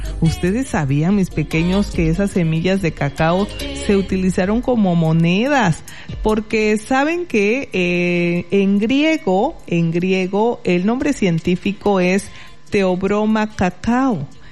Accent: Soconusco, Chiapas, Mexico; moved away; hacia la zona Soconusco, de donde vengo, hay mucho cacao.

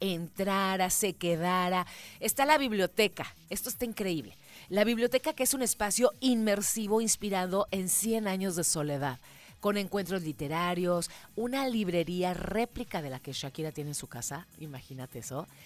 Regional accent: Mexico; Bueno, todo el año soy mexicana, por supuesto, pero en septiembre, que ya está terminando, puedo decir

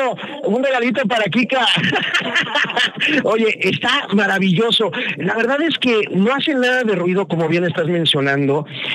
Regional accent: Puebla, Mexico; aquí nos vamos hasta Puebla. ¡Eso! ¡Vamos! ¡Llévame a mi ciudad natal, caramba!

